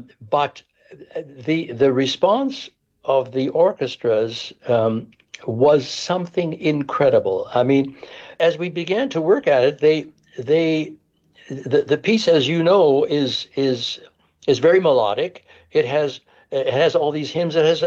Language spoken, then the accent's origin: English; Winkler, Manitoba, Canada; it was in Winkler, in my hometown.